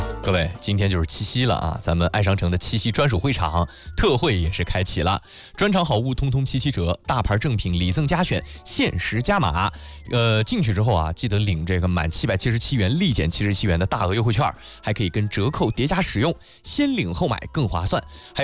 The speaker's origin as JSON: {"language": "Chinese", "town": "Kunming", "region": "Yunnan", "country": "China", "tie": "born or raised there", "said": "我的家乡云南昆明还有西双版纳等地"}